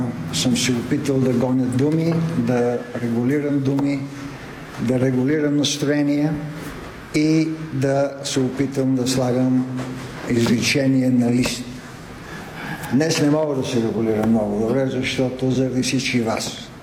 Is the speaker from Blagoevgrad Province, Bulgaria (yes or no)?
no; Sofia, Sofia City, Bulgaria; Един силен празник, една обич в моя роден град. Отсреща ми 8-ма гимназия, под сенките на Витоша.